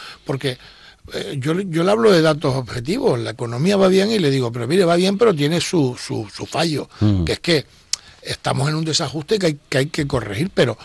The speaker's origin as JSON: {"language": "Spanish", "region": "Canary Islands", "country": "Spain"}